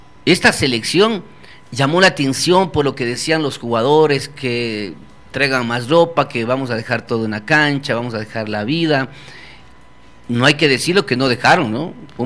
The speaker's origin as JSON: {"language": "Spanish", "country": "Ecuador", "said": "como ecuatorianos que somos"}